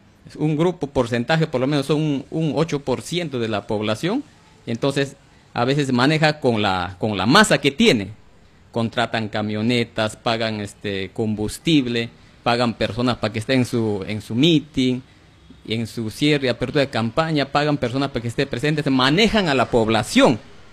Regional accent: Pichanaki, Junín, Peru; mi pueblo de Pichanaki.

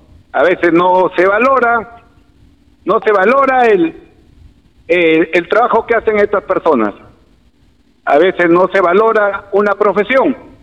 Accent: Olmos, Lambayeque, Peru; born there; moved away; yo desde que he venido a mi pueblo, me expongo a todo eso, ofrendo mi vida si es necesario. Yo no tengo temor a que me puedan hacer algo, porque los problemas en Olmos son muy difíciles.

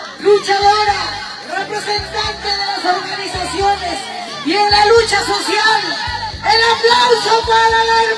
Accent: Peru; comprometida con nuestro Partido del Pueblo, comprometida con mi pueblo peruano, con los más pobres, con los hermanos de abajo.

